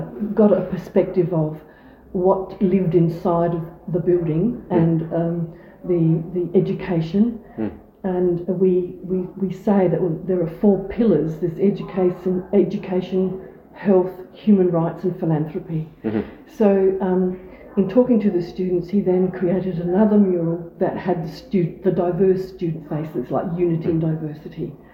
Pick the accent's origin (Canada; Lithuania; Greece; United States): Greece; now in Australia; Australia is a multicultural country. We can't escape that. We're all immigrants. I'm an immigrant from Greece many years ago.